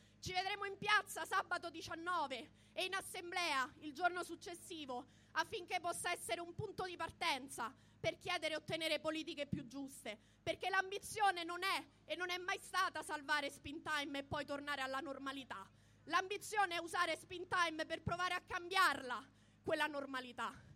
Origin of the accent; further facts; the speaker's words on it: Rome, Lazio, Italy; Come romani, e non solo, veniamo da decenni di disinvestimento nelle politiche abitative.